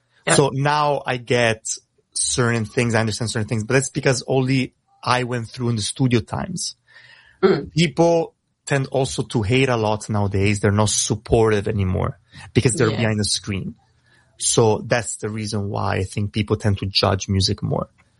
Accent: Italy; first language Italian; English is a second language; I'm trying now to get better to rap in English because it's obviously not my first language. You hear my accent a lot, but in Italian just becomes natural.

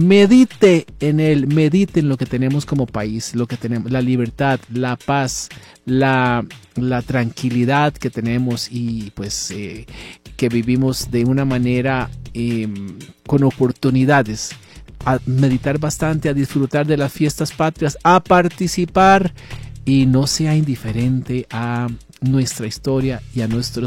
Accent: Costa Rica; esa gran familia que somos los costarricenses y también centroamericanos

